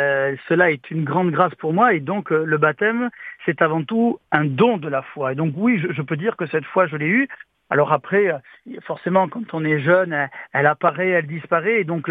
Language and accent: French; Tarascon, Provence-Alpes-Côte d'Azur, France; qui était curé de ma paroisse, d'où je suis originaire, donc de Tarascon, de Provence